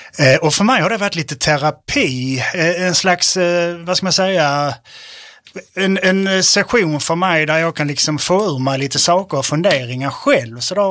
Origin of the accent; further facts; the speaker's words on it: Malmö, Skåne, Sweden; jag är själv uppvuxen på Söderkulla.